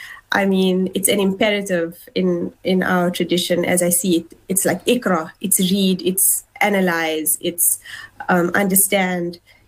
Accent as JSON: {"language": "English", "country": "South Africa", "said": "to use my gifts and talents, you know, as a South African, as a Muslim."}